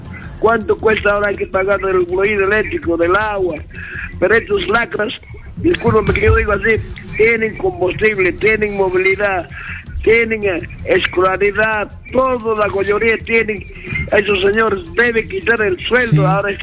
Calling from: Huancayo, Junín, Peru; Le estoy llamando de Huancayo

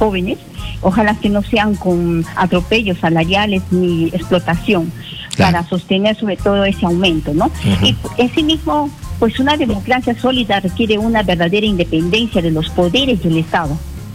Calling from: Arequipa, Peru; Sí, llamo de Arequipa.

